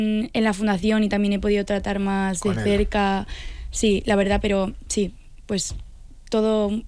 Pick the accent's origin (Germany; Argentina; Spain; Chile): Spain; Community of Madrid; Bueno, yo he crecido toda la vida viendo Castilla-La Mancha Media. Yo soy